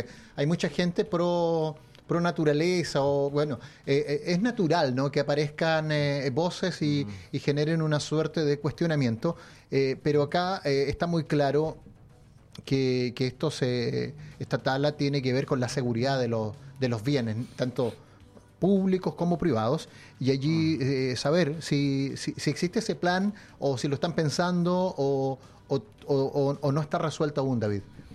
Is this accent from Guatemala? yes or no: no; Los Ríos, Chile; en el camino Folilco, mi tierra